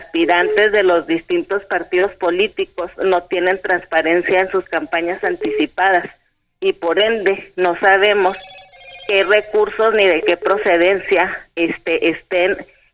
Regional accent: Mexico; nosotros como los mexicanos

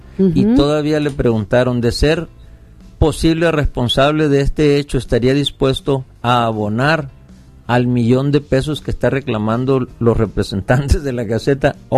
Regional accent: Sinaloa, Mexico; somos sinaloenses

